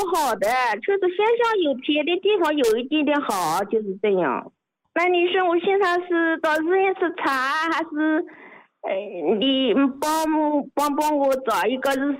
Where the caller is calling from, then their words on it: Shaoxing, Zhejiang, China; 我是绍兴人。